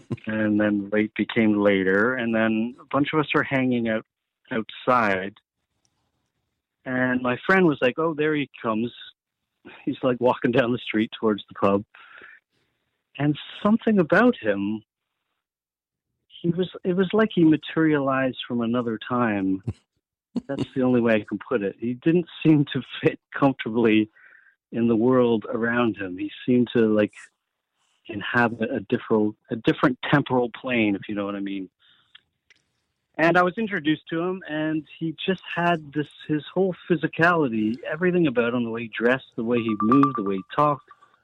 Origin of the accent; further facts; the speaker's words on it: Toronto, Ontario, Canada; now in United Kingdom; See, I grew up in Toronto, just north of Toronto, and one of my oldest best friends, when I moved to the UK, he moved out to Halifax.